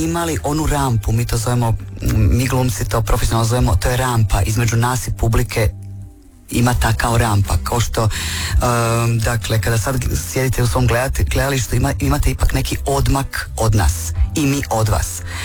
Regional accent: Našice, Osijek-Baranja County, Croatia; Dakle, ja sam odrasla u Našicama. Našice u moje doba, to su bile 80. godine kad sam ja odrasla, stala. Našice su mali grad

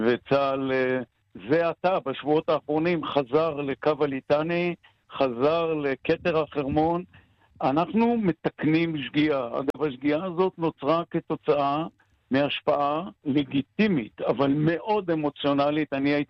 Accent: Ein Gev, Northern District, Israel; now in Golan Heights; אני גדלתי בקיבוץ אינגר. כל ילדותי, רמת הגולן רבצה כפשוטו מעל קיבוץ אינגר

